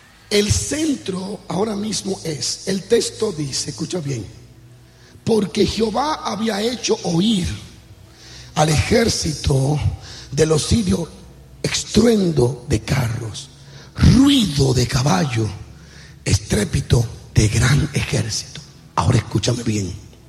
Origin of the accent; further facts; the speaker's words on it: Dominican Republic; Y cuando yo veo el dinero, como dominicano tigre en ese tiempo, cristiano pero sabio, yo dije